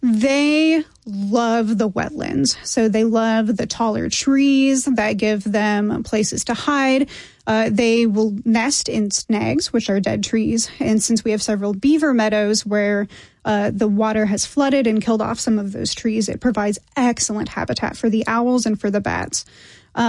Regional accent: Montana, United States; now in Tennessee, United States; I grew up in Montana.

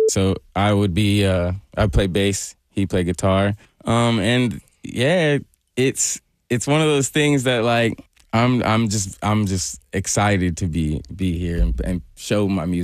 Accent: Nashville, Tennessee, United States; moved away as an adult; now in Los Angeles, United States; So I grew up here.

